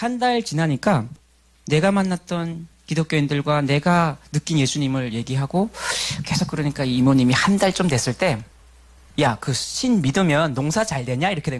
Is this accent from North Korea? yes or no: yes; North Korea; moved away; 결말을 못 보고 저는 다시 탈북을 했습니다.